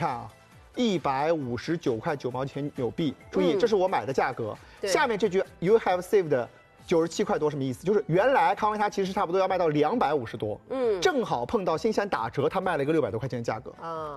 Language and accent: Chinese; China; 我们中国人